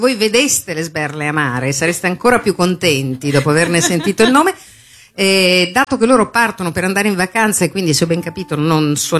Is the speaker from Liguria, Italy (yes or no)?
no; Milan, Lombardy, Italy; also born or lived in Venice; sono di Milano